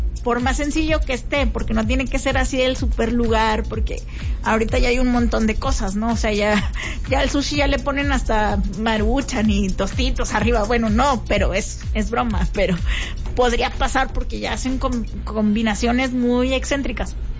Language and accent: Spanish; Mexico; para los mexicanos